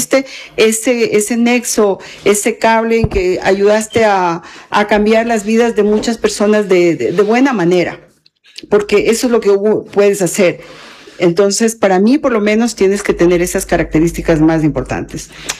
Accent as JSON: {"language": "Spanish", "town": "Montalvo", "region": "Los Ríos", "country": "Ecuador", "tie": "born or raised there", "said": "He vivido ahí que casi 30 años. No nací en Montalvo, soy una montalvina de corazón, sobre todo."}